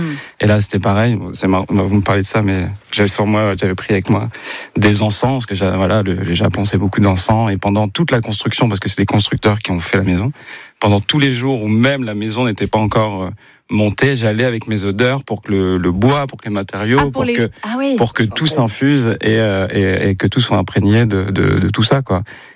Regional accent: Boulogne-sur-Mer, Hauts-de-France, France; il y a eu un tournage qui s'est fait là d'où je viens, de Boulogne-sur-Mer

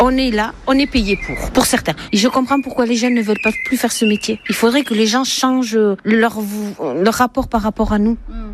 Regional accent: Montléon, France; je suis aide à domicile et je suis de Montléon.

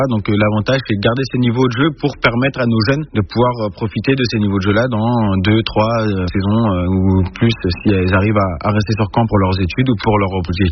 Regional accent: Angers, Pays de la Loire, France; moved away as an adult; also born or lived in Caen; Je suis né à Caen, je suis resté 3 semaines, mais après, pour des raisons familiales, on est retourné sur Angers. Mes parents étaient de Angers, donc je grandis à Angers jusqu'à mon départ à 20 ans, 22 ans.

